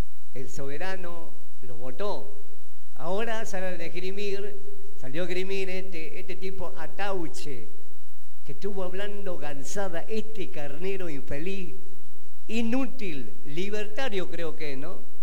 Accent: Argentina; Como argentino yo lo tengo que decir

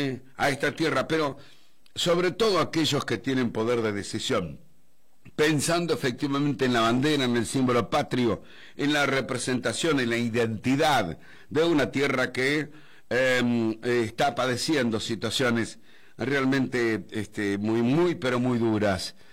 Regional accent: Argentina

